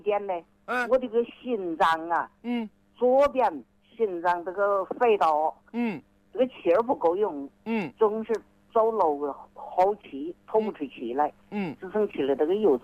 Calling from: Huangshi, Hubei, China; 我是黄石啊。

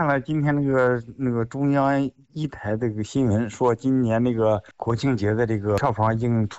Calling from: China; 我在高新区呢。

